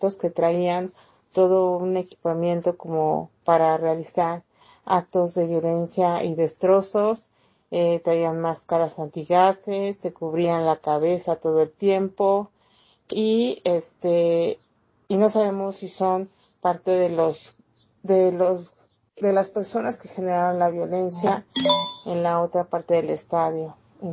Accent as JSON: {"language": "Spanish", "region": "Mexico City", "country": "Mexico", "said": "soy de aquí, de la Alcaldía Benito Juárez, en la Ciudad de México."}